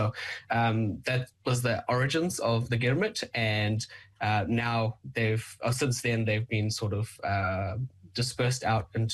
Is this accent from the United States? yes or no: no; Fiji; So my origins personally is I'm Fijian Indian. And so my ancestors came on the very first boat to Fiji in about 1879